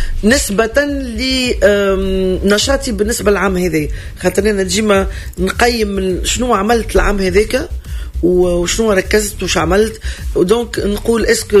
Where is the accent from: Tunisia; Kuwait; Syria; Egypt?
Tunisia; انا كفنانة تونسية